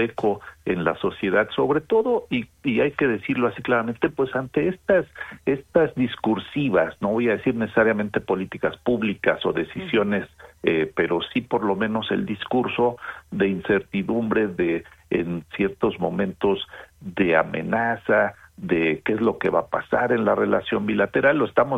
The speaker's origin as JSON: {"language": "Spanish", "country": "Mexico", "said": "en estas fechas vemos y sentimos como mexicanos tradiciones, comida, costumbres, vestimenta"}